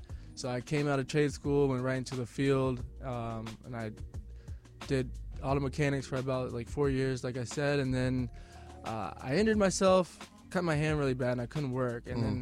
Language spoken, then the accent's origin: English; Glenelg, Maryland, United States; I'm from Howard County, Maryland, specifically Glenelg area. I grew up there all my life, and it's a great area to be in, great schools.